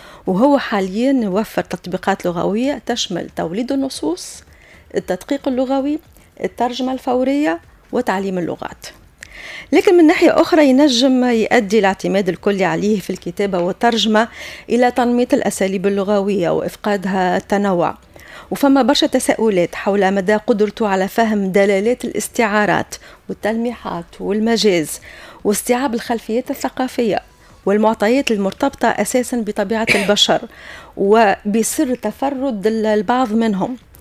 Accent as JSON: {"language": "Arabic", "country": "Tunisia", "accent": "Tunisian", "said": "الأمازيغية متجذرة في لهجتنا التونسية."}